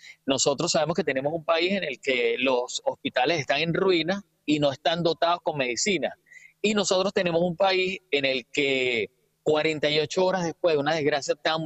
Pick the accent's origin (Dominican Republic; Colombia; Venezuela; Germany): Venezuela; moved away; Sí, yo creo que todos los venezolanos estamos, los que estamos fuera, tratando